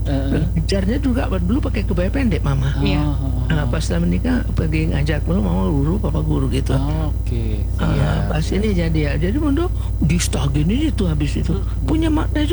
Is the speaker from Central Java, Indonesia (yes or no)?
no; West Sumatra, Indonesia; Kalau kita Minang enggak pakai batik di bawah.